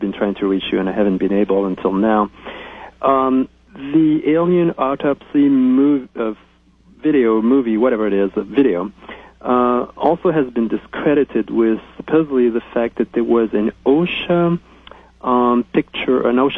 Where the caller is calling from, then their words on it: California, United States; I'm calling from California.